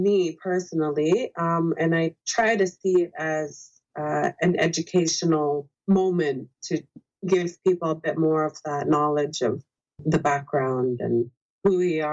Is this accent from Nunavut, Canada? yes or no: yes; Nunavut, Canada; I just say I'm Inuk. I'm from Nunavut.